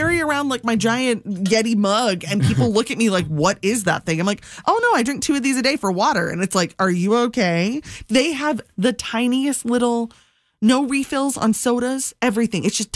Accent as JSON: {"language": "English", "country": "United States", "said": "I'm American."}